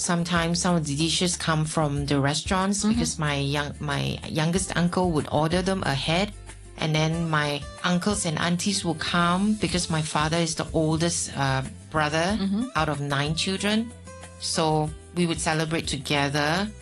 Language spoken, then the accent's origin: English; Malaysia; now in Hong Kong; I'm a Malaysian who's been living in Hong Kong for nearly 40 years